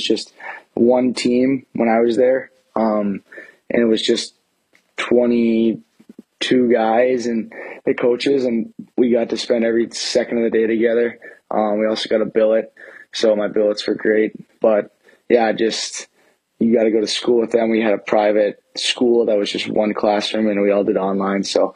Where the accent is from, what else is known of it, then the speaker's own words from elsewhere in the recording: Baxter, Minnesota, United States; I'm from Baxter, Minnesota.